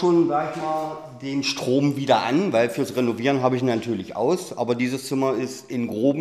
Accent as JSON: {"language": "German", "town": "Völpke", "region": "Saxony-Anhalt", "country": "Germany", "tie": "born or raised there", "said": "Ich bin gebürtiger Völpker. Ich habe eigentlich mein ganzes Leben lang hier gewohnt"}